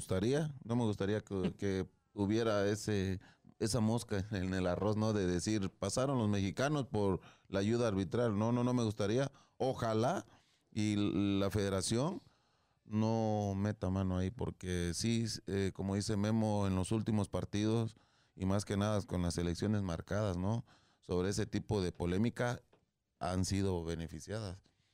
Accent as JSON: {"language": "Spanish", "country": "Argentina", "said": "No, yo sigo siendo argentino, aunque me ha hecho perder unas trivias, pero sigo siendo argentina, como lo dije ese día."}